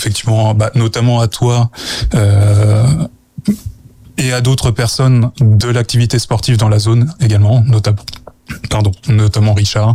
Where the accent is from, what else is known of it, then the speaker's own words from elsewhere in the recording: Arnage, Pays de la Loire, France; Je faisais du sport du côté d'Alonne, puisque je suis originaire d'Arnage